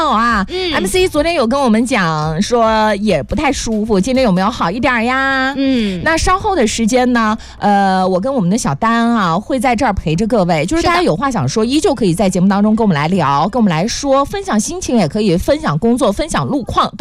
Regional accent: Shandong, China; now in Fuzhou, China

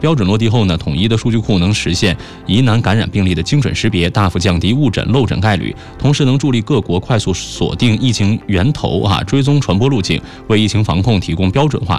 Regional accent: Hebei, China; now in Fuzhou, China; 从福州应该能开到我老家河北哈，

